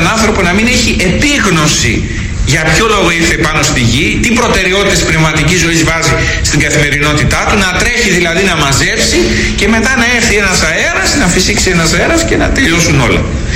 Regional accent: Greece; μετράμε πια σαν Έλληνες

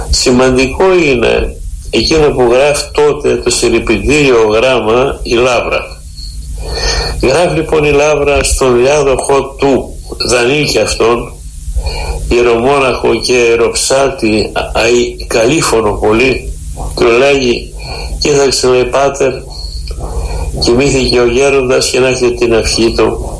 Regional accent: Greece; σαν Έλληνες, σαν χριστιανοί

